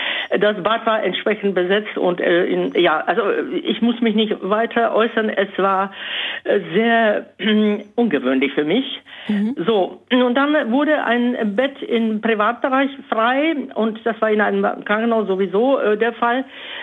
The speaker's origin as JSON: {"language": "German", "region": "Bohemia", "country": "Czechia", "said": "Ich komme aus Böhmen."}